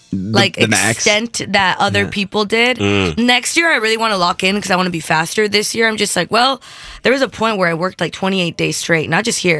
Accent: United States; I'm American as well.

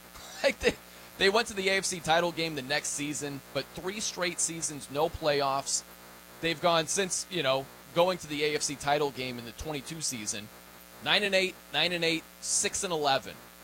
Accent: Indiana, United States; You know, I'm from Indiana.

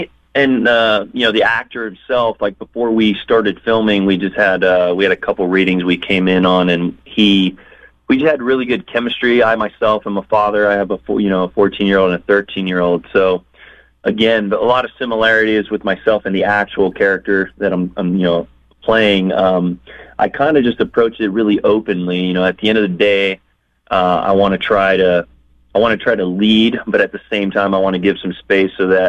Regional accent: Florida, United States; I was raised in Florida in a rural town

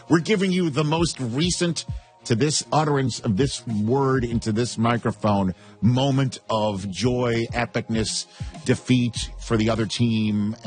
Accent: New York, United States; But I'm a New Yorker

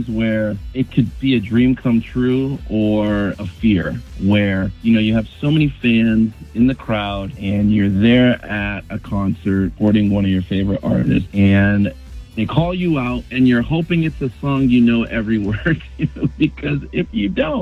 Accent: Brockton, Massachusetts, United States; So I was raised in Brockton, Massachusetts. I am a PK, aka a preacher's kid. So I grew up in church.

